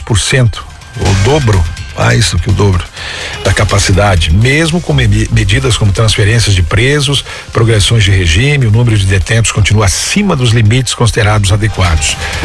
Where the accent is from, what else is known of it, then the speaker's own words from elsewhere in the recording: Santo Amaro da Imperatriz, Santa Catarina, Brazil; born there; em Santo Amaro da Imperatriz, onde eu nasci, lá na Grande Florianópolis.